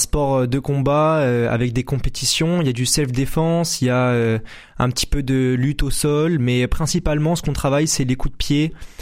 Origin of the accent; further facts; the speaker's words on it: Montpellier, Occitanie, France; born there; now in Lunel, France; Alors moi je suis né à Montpellier.